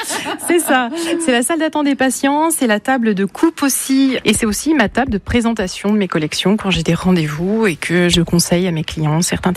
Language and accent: French; Cholet, Pays de la Loire, France; Alors moi je venais de la région de Cholet, dans le Maine-et-Loire.